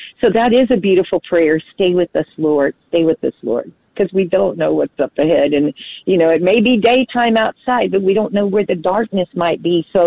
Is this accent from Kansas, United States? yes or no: no; Houston, Texas, United States; while in Houston, I was from Houston, I was visiting the Catholic Charismatic Center.